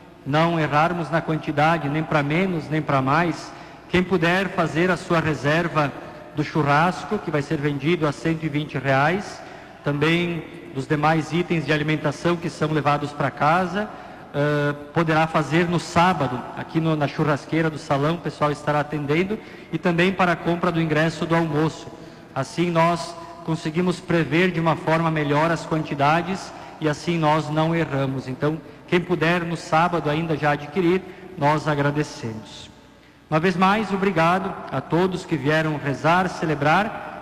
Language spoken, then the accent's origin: Portuguese; Nova Bassano, Rio Grande do Sul, Brazil; nós que aqui somos de Nova Bassano